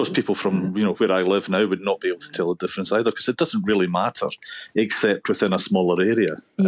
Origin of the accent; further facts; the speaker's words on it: Paisley, Scotland, United Kingdom; now in Aberdeen, United Kingdom; I can mark myself off as not being Glaswegian, for instance. just the minute I open my mouth, if you're from Paisley, you can tell I'm from Paisley.